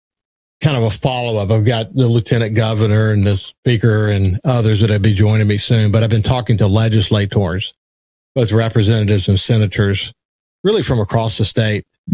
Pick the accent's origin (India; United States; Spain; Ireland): United States; Birmingham, Alabama; I'm from Birmingham